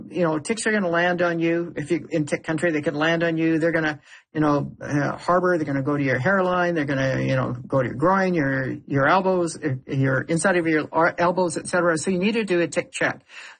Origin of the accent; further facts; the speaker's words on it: British Columbia, Canada; I come from the Cariboo, so definitely our dry, grassy areas are very prone for ticks